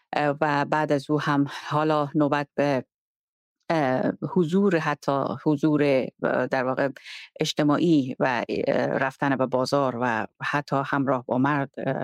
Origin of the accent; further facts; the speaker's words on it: Herat, Afghanistan; moved away; ما خودم چون بزرگ شده هرات هستم، در هرات همونجا 20 سال حداقل کار کردیم، زندگی کردیم،